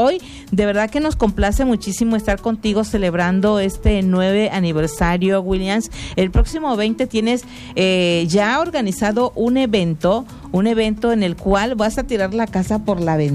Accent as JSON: {"language": "Spanish", "country": "Mexico", "said": "como mexicanos y mexicanas"}